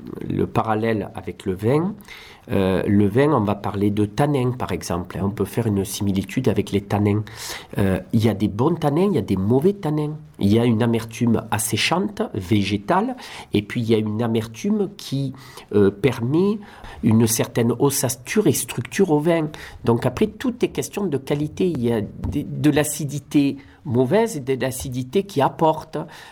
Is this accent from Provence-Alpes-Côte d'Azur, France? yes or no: yes; Provence-Alpes-Côte d'Azur, France; Alors, moi je suis originaire de Camargue